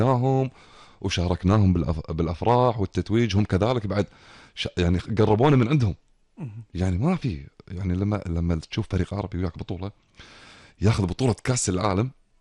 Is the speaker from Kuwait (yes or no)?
yes; Kuwait; احنا ككويتيين